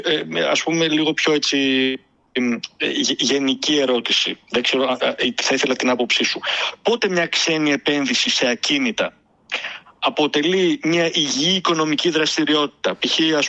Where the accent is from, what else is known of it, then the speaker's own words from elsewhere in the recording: Serres, Central Macedonia, Greece; εγώ κατάγομαι από τις Σέρες